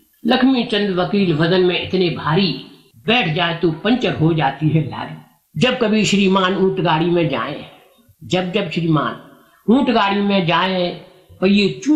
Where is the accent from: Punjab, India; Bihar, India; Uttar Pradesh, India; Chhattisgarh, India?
Uttar Pradesh, India; Hathras; क्योंकि मैं हाथरस का रहने वाला हूँ।